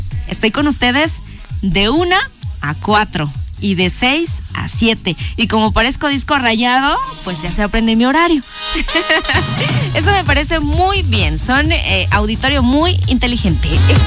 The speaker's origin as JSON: {"language": "Spanish", "town": "Nejapa de Madero", "region": "Oaxaca", "country": "Mexico", "moved": "yes", "said": "allá en mi tierra, en Ejapa de Madero"}